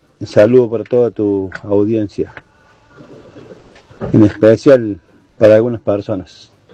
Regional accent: Argentina; born there; le doy gracias a Dios haber nacido en un país tan lindo como Argentina.

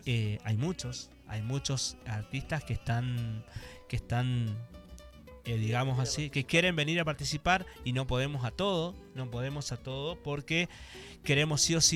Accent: Reconquista, Santa Fe, Argentina

